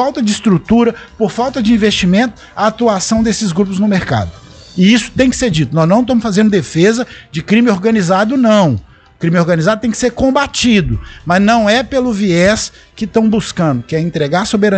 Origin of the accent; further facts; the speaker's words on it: Brazil; nós que somos brasileiros